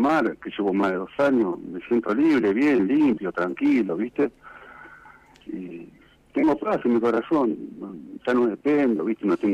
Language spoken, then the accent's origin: Spanish; Buenos Aires, Argentina; moved away as an adult; Yo soy de Buenos Aires.